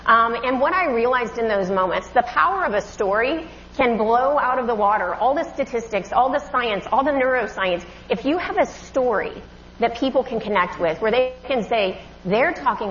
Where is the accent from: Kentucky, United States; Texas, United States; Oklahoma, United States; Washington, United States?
Oklahoma, United States; my story, that my childhood, and I grew up in Oklahoma, and what I've come to see about my story and my family